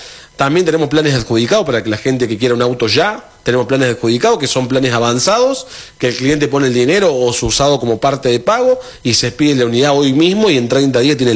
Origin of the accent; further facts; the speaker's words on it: Laboulaye, Córdoba, Argentina; Yo soy de acá de La Boulaye y siempre trabajé esta zona